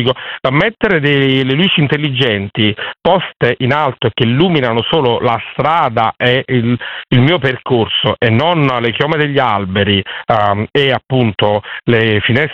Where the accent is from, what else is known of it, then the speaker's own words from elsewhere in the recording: Naples, Campania, Italy; la periferia di Napoli, perché sono napoletano